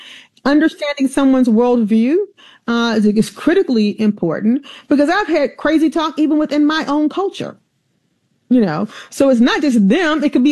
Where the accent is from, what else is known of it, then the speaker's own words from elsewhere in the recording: Alabama, United States; growing up in Alabama